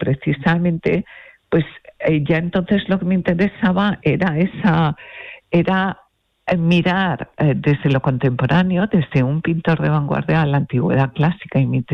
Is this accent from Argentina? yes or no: no; Jaén, Andalusia, Spain; also born or lived in Barcelona / Madrid / Málaga / Rome; Como provengo de distintos sitios de España, provengo de Jaén, de Barcelona, de Madrid, también soy malagueña porque llevo muchos años aquí